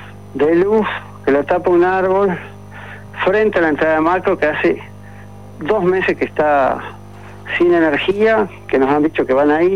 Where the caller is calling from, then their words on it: Maldonado, Uruguay; soy vecino de Maldonado, vivo en la zona donde está el macromercado, en la calle Cachimba del Rey